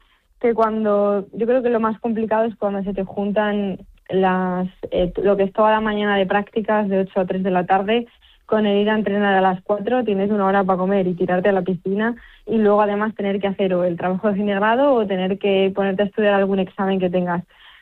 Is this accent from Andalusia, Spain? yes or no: no; Cuéllar, Castile and León, Spain; en mi pueblo, pues que es Cuéllar, un pueblo de Segovia